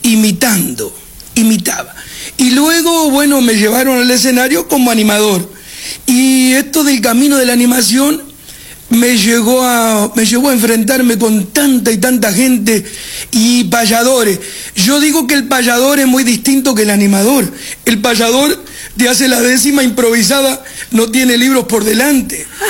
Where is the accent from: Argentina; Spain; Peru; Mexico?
Argentina; Melo; soy de Melo.